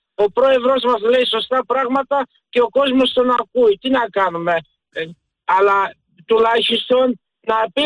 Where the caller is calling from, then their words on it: Greece; Πρώτα είμαι Έλληνας